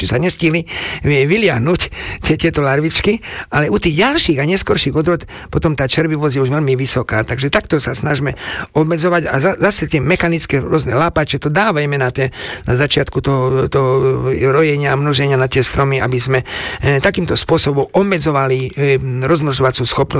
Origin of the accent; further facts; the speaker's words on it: Prešov, Prešov Region, Slovakia; u nás v Prešove na východe